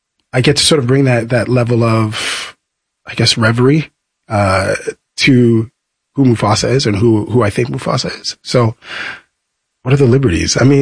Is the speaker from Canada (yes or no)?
yes; Toronto, Ontario, Canada; I'm from Toronto, Ontario, Canada.